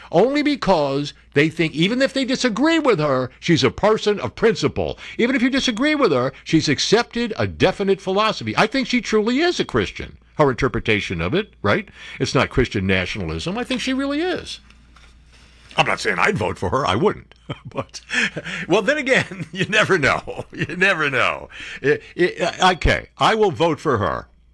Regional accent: New Jersey, United States; Well, I'm from New Jersey.

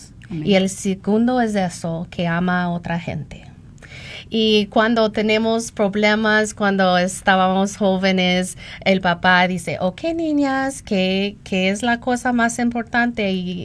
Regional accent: Tucson, Arizona, United States; born there; Spanish is a second language; now in Phoenix, United States; nací en Tucson, muy cerca de aquí, en Phoenix. Y mis padres fue cristianas, son cristianas ahora.

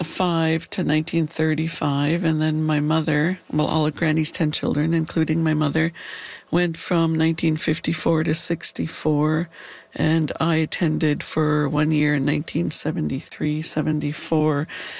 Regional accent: Dog Creek, British Columbia, Canada; my first years, I lived with my grandmother until I was 10. And then I went to live with my aunt, my mom's sister. But we lived in Khatlam. It's our Shohwetmuk or Shushwap word, and it means deep valley, and otherwise known as Dog Creek. And we didn't have electricity

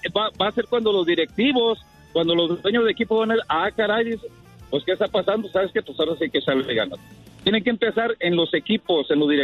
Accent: Mexico; Soy más mexicano que los nopales.

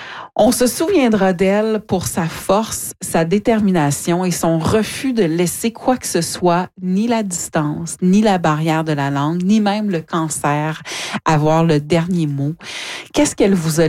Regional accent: Hearst, Ontario, Canada; moi, je viens de Hearst, native de Hearst

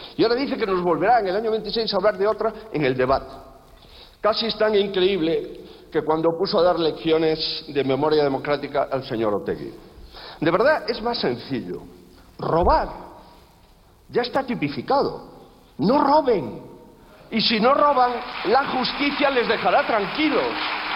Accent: Spain

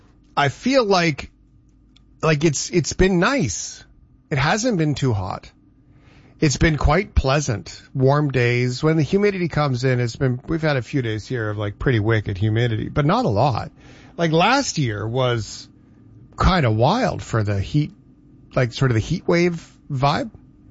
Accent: Canada; Cause is it like, as a Canadian, is there anything more disappointing than going through winter and then having a summer that never was?

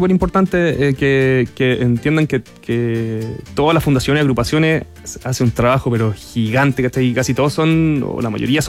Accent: San Esteban, Valparaíso, Chile; Ahora, yo soy, en verdad, de San Esteban.

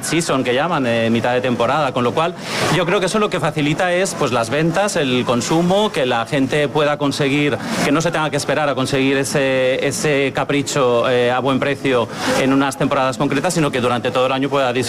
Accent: Valencian Community, Spain; Yo no soy murciano, soy valenciano, pero además conozco el Terra Natura de Benidorm también.

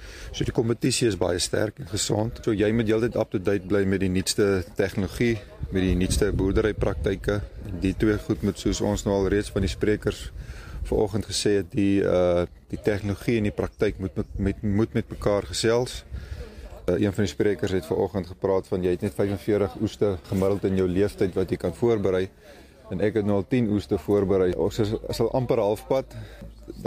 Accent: Northern Cape, South Africa; Ek kom oorspronklik van die Noord-Kaap af.

